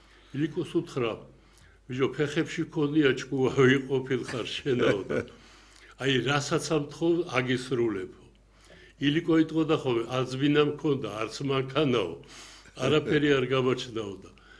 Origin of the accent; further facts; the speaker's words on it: Gori, Shida Kartli, Georgia; თანაც ქართველი ვარ თანაც გორელი ვარ მეჯვისხეველი ვარ